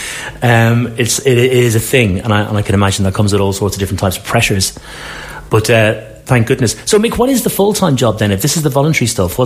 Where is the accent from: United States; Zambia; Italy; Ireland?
Ireland; now in London, United Kingdom